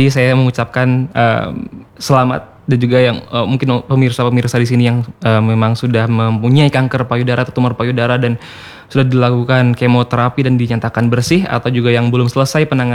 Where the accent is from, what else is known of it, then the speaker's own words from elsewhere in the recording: Bali, Indonesia; moved away as an adult; also born or lived in Denpasar; now in Labuan Bajo, Indonesia; Saya orang Bali aslinya.